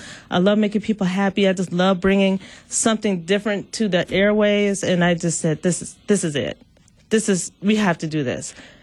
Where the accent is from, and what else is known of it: Milwaukee, Wisconsin, United States; born or raised there